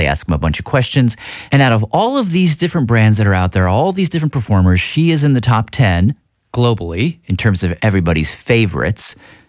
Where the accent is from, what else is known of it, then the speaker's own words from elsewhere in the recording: Tennessee, United States; Let me explain how I got here to a podcast about … I grew up in Tennessee, which means I grew up in...